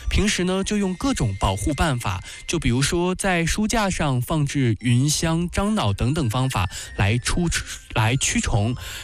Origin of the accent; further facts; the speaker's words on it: China; 我们中国人书展的历史真的是非常的悠久